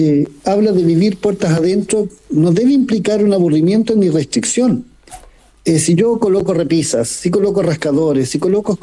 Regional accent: Chile

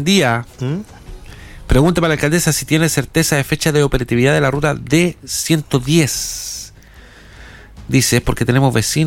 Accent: Los Choros, Coquimbo, Chile; La Higuera está en el piso, soy de los Choros y el pueblo de 400 años está en total abandono.

